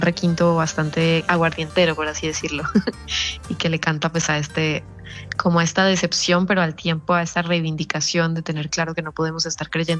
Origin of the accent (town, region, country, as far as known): Santander, Colombia